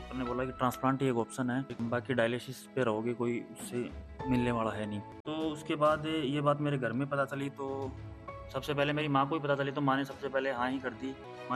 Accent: Jhunjhunu district, Rajasthan, India; नमस्कार जी सर, मैं झुंझुनू जिले से बिलोंग करता हूँ, राजस्थान।

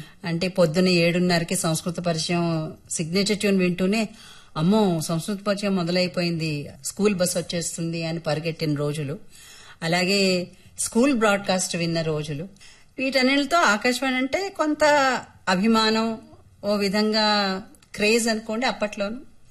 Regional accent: Kakinada, Andhra Pradesh, India; born there; moved away as an adult; also born or lived in Kadapa / Vijayawada / Hyderabad; మా ఊరు కాకినాడ

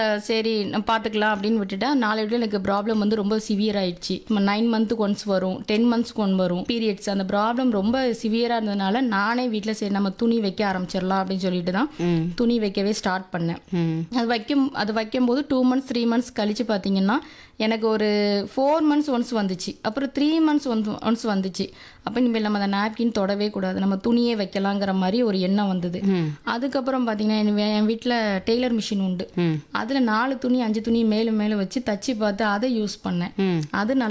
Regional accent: Tirunelveli district, Tamil Nadu, India; நான் BA Tamil literature முடிச்சிருக்கிறேன். Tirunelveli மாவட்டம் சுத்தம்பள்ளி கிராமத்திலிருந்து வரேன்.

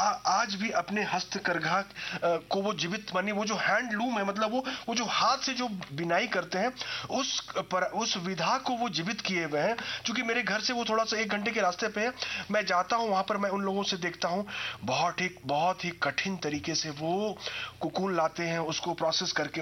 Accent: Jharkhand, India; मेरा जो है ना घर रचना वो संथाल परगना में है। वहां पे हमारे गांव में एक जगह है भगैया

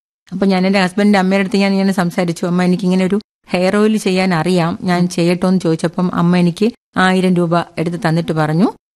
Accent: Poojappura, Kerala, India; born or raised there

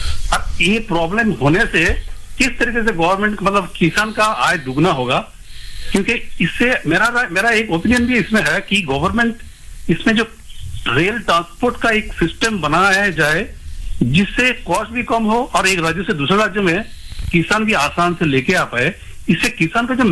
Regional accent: West Bengal, India; now in Thane, India; और मेरा native place है वेस्ट बंगाल, जहाँ पे सिंगूर टाटा नैनो हुआ था।

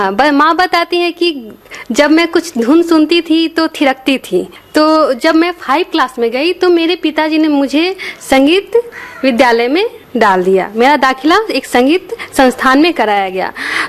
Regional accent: Saran district, Bihar, India; मैं बिहार के सारण जिले की रहने वाली हूँ

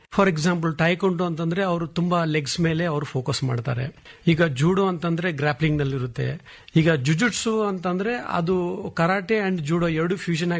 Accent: Hubballi, Karnataka, India; moved away as an adult; also born or lived in Dharwad; now in Bengaluru, India; ನನ್ನ ಊರು ಹುಬ್ಬಳ್ಳಿ, ವಿದ್ಯಾಭ್ಯಾಸ ಎಲ್ಲ ಆಗಿರೋದು ಹುಬ್ಬಳ್ಳಿಯಲ್ಲಿ

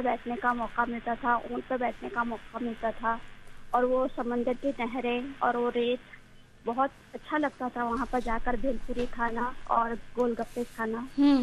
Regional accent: Mumbai, Maharashtra, India; क्योंकि मैं मुंबई से बिलोंग करती हूँ।

